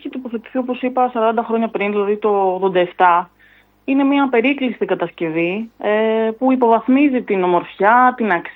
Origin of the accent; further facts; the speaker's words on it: Nea Figalia, Western Greece, Greece; Είμαι μέλος του Συλλόγου γιατί κατάγομαι και από τη Νέα Φιγαλία.